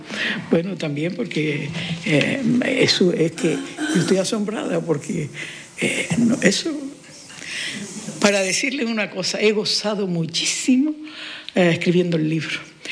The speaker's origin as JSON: {"language": "Spanish", "region": "Canary Islands", "country": "Spain", "said": "Pues yo digo lo mismo. Ay, que soy majorero."}